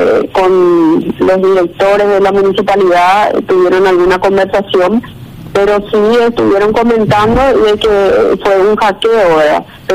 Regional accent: Paraguay; Para nosotros como paraguayos

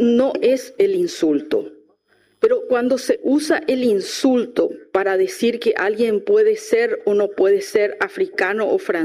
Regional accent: Paraguay; somos los paraguayos y paraguayas discriminativos.

